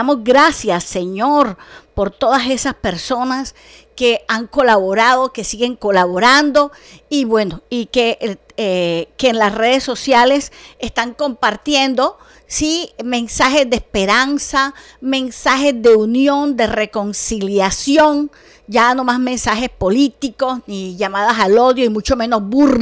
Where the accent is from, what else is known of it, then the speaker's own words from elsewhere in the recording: Colombia; los colombianos no tenemos ningún distintivo X, sino que todos somos colombianos, somos hijos de Dios, somos hermanos